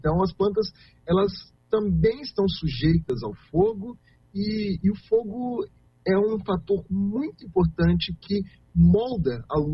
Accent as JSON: {"language": "Portuguese", "town": "Uberlândia", "region": "Minas Gerais", "country": "Brazil", "tie": "born there", "also_born_or_lived": "Tocantins", "moved": "as an adult", "lives_now": "Botucatu, Brazil", "said": "eu cresci em áreas de Cerrado, mas associadas ao Brasil Central. Então, eu vivi parte da minha infância no Tocantins, depois cresci em Uberlândia. Todas essas áreas são áreas de Cerrado"}